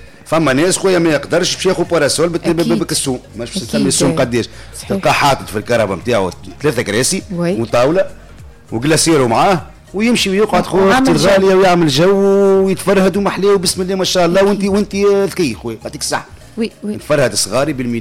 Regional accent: Tunisia; انا من الشمال

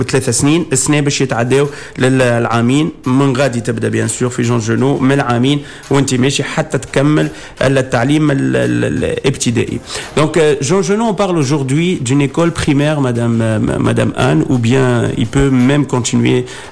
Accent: Tunisia; Maternelle, chez nous, en Tunisie, c'est à partir de 4 ans.

